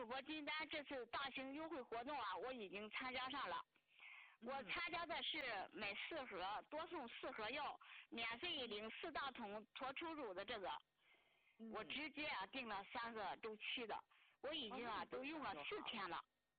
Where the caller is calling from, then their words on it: Handan, Hebei, China; 我是河北邯郸的。